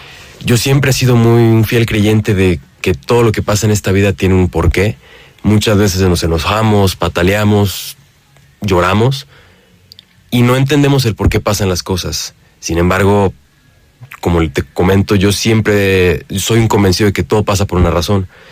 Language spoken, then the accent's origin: Spanish; Mexico; somos de México y estamos apoyando